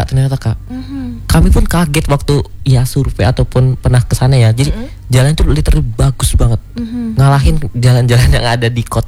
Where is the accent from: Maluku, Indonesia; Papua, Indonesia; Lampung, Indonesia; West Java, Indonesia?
Lampung, Indonesia; Natar; Aku kan dari Lampung juga, Lampung Selatan. Di Natar.